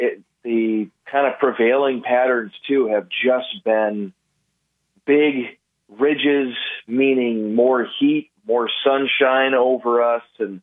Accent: Minnesota, United States; I grew up in Minnesota

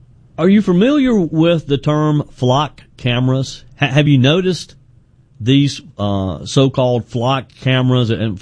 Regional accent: South Carolina, United States; My home state, of course, is South Carolina. This is in the lower part of the state. I live in the upstate.

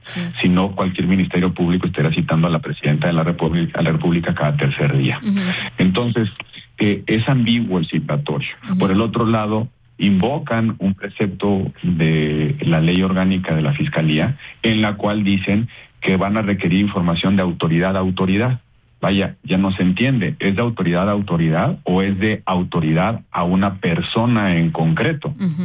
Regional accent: Mexico; Yo, como mexicano

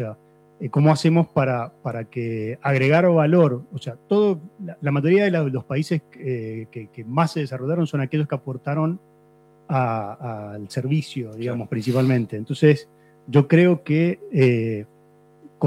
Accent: Mendoza, Argentina; yo soy mendocino y me encanta Mendoza y la elegí para vivir y para crear mi familia

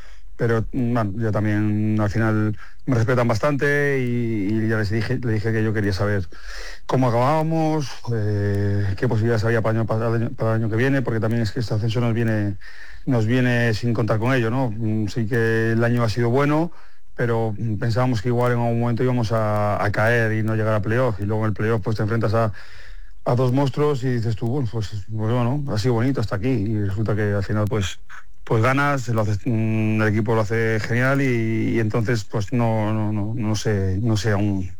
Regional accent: Valladolid, Castile and León, Spain; moved away; todos los que somos pucelanos

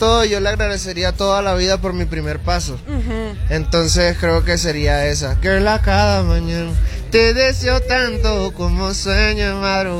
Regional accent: Barranquilla, Atlántico, Colombia; nosotros como barranquilleros

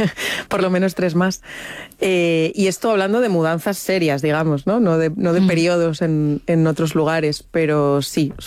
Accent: Madrid, Community of Madrid, Spain

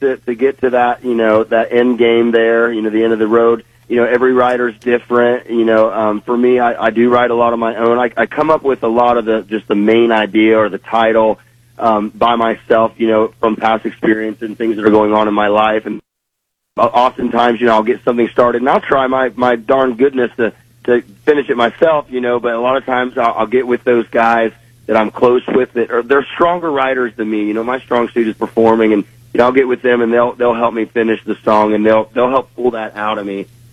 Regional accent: Cambridge, Ohio, United States; I'm back in my hometown of Cambridge, Ohio. We'll be doing a release party for my latest single

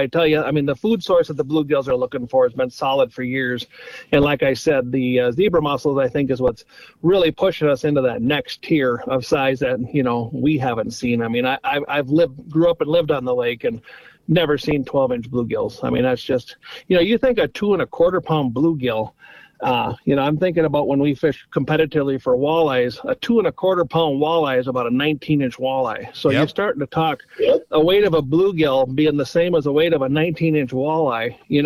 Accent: United States; I grew up on Big Stone Lake

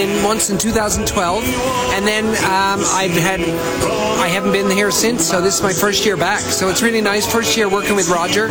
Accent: St. John's, Newfoundland and Labrador, Canada; also born or lived in Fogo; now in Ontario, Canada; Yeah, I'm from St. John's.

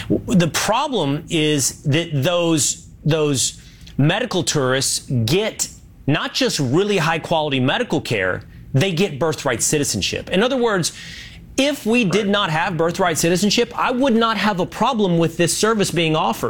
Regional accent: Texas, United States; we're Texans, you and I.

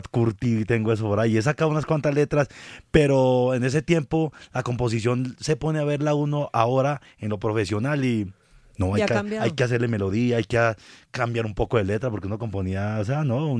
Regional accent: Antioquia, Colombia; En Antioquia decimos hijuemadre

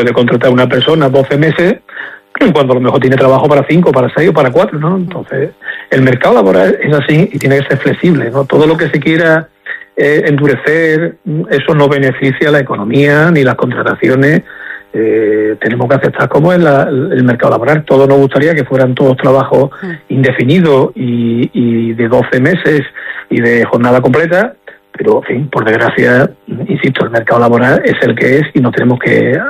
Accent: Spain; nosotros somos un país soberano. Somos dos ciudades españolas, pertenecemos a Europa, somos la frontera sur de Europa

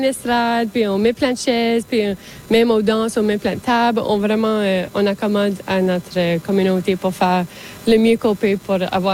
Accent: Acadia, Canada; Alors, je pense que c'est vraiment important de se souvenir qu'on est acadien, notre culture est acadienne. Alors, au fond, notre cœur est acadien.

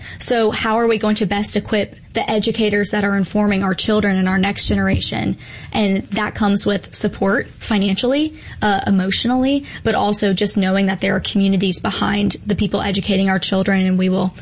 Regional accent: Hattiesburg, Mississippi, United States; I grew up in Hattiesburg, but my mom's side of the family is all of Fayette County.

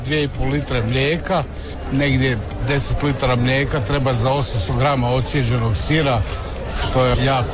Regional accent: Komletinci, Vukovar-Srijem County, Croatia; dolazim iz Komletinaca.

